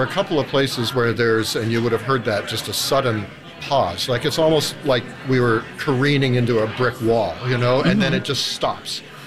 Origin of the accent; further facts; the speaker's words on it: Vancouver, British Columbia, Canada; Now, I grew up in Vancouver, so we listened to CBC radio, right?